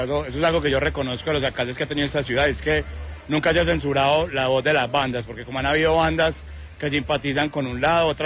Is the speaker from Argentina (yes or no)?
no; Medellín, Antioquia, Colombia; los que nacimos en Medellín, en la Medellín violenta, los 90